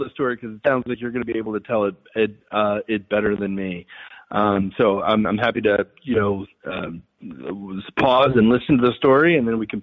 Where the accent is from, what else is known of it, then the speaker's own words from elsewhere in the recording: Pennsylvania, United States; I'm again going to draw on Pennsylvania, which is my home state.